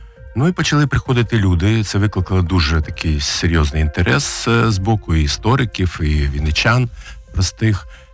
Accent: Vinnytsia, Vinnytsia Oblast, Ukraine; я взагалі корінний вінничанин, і, знаєте, є така ностальгія за старою Вінницею.

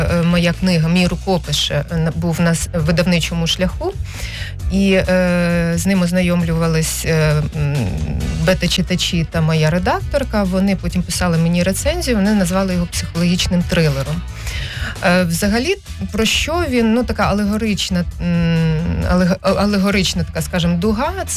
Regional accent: Vinnytsia, Vinnytsia Oblast, Ukraine; moved away; Тому що нарешті я у рідній Вінниці.

